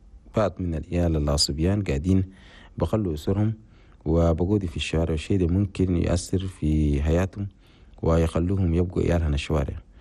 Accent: Chad; بلدنا تشاد

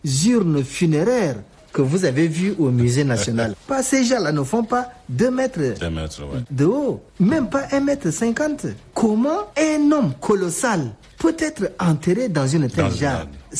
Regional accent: Chad; moi, en tant qu'homme de science et en tant que Tchadien, je lui demande d'arrêter de détruire les sites Sao.

